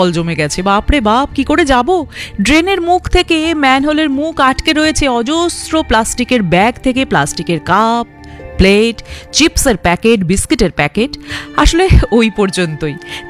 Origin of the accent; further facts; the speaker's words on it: India; আমরা ভারতীয়